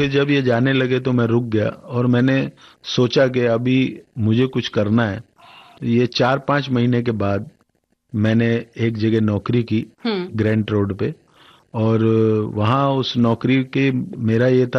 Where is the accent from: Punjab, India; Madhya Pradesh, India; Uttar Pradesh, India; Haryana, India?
Haryana, India; Palwal; तो मैं गांव में रहता था, पलवल के पास मेरा गांव है